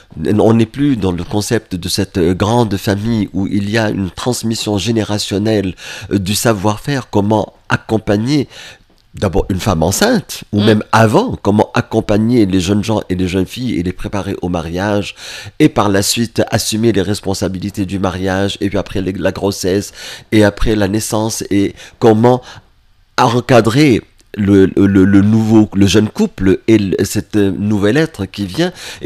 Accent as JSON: {"language": "French", "country": "Tunisia", "said": "en sachant que notre contribution en tant que Tunisien dans ce savoir mondial, universel, est extrêmement faible."}